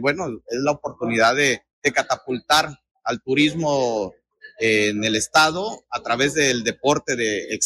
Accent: Tabasco, Mexico; los tabasqueños tenemos muchísima capacidad para hacer eventos de talla internacional

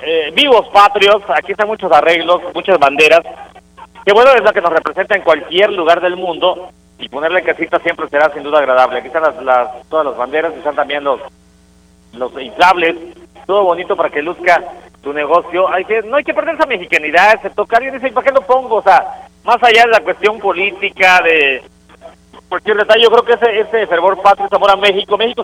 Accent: Brazil; Spanish is a second language; Si somos brasileños, si se viera lo que pasa detrás de cámara, ¿no? Que si todo esto saliera al aire, qué buena gente, somos, qué alegres, somos aquí en Brasil.

